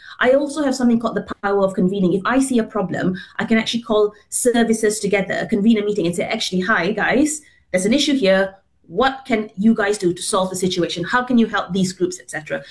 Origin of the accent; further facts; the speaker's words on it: Singapore; moved away as an adult; now in Wales, United Kingdom; the first 20 years of my life, I was born and brought up in Singapore. I lived in Singapore. I am Singaporean at heart. But then I've spent the last 20 years in Wales. I'm also Welsh at heart. I'm an immigrant. I am Muslim. I am a very visible minority.